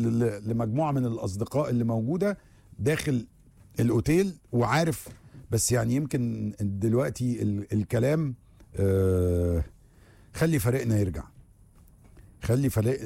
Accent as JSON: {"language": "Arabic", "country": "Egypt"}